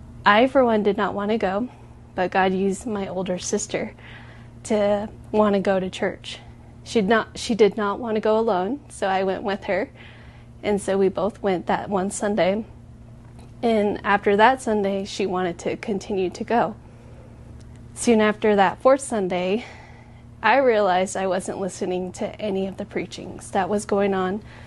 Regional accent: Arizona, United States; I am from La Cachuca, Arizona, and that's where I grew up with my family. I grew up in a Navajo traditional home

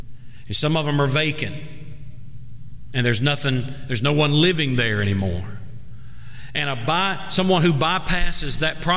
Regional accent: Colquitt, Georgia, United States; I've been back to my hometown.

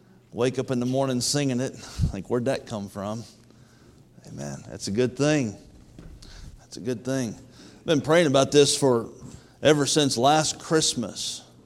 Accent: United States; I'm glad I'm an American.

